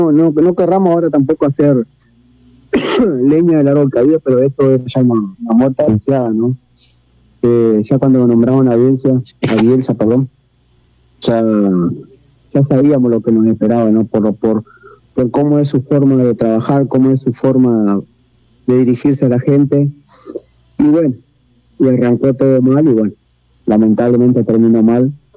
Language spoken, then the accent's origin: Spanish; Uruguay; nos caracterizaba a nosotros como jugadores uruguayos